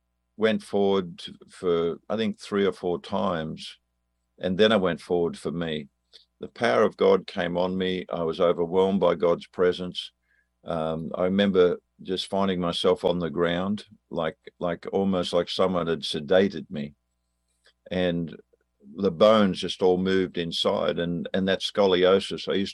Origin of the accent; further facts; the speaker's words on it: Australia; accent: Australian; If you're wondering what the accent is, I'm an Australian.